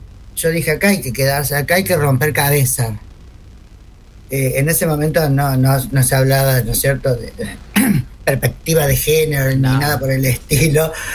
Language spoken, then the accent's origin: Spanish; Rosario, Santa Fe, Argentina; now in Córdoba, Argentina; yo migro a Córdoba. ¿No es cierto? Soy de Rosarina, migro a Córdoba por la violencia en dictadura.